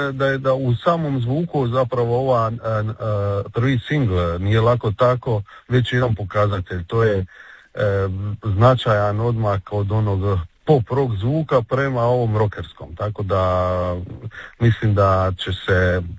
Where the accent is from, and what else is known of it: Dalmatia, Croatia; now in Zagreb, Croatia